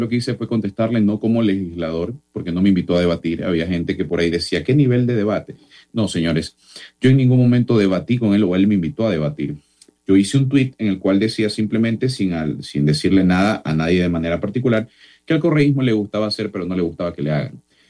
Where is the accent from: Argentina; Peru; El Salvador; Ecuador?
Ecuador; Guayaquil, Guayas; yo soy de Guayaquil